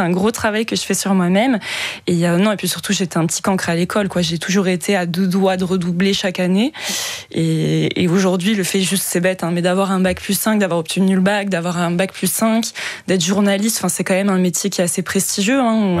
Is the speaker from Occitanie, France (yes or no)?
no; Nanterre, Île-de-France, France; also born or lived in Senlis, Picardy; on a déménagé quand j'étais petite dans le Grand Paris, donc c'était vraiment le moment où la banlieue se construisait. Donc je viens de banlieue parisienne, de côté ouest, côté Nanterre, et en fait il se trouve que j'ai vraiment grandi dans ce milieu-là